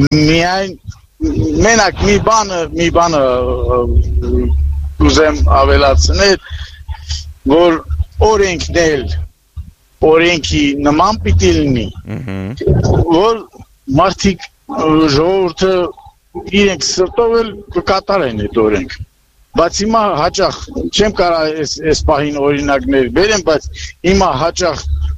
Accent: Nagorno-Karabakh, Azerbaijan; ես ուրեմն Արցախից եմ

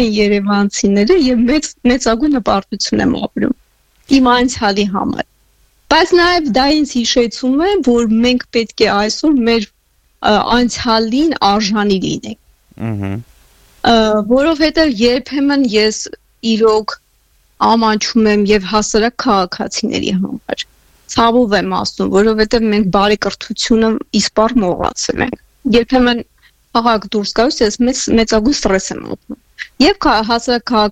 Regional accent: Yerevan, Armenia; ես հպարտ եմ, որ երևանցի եմ

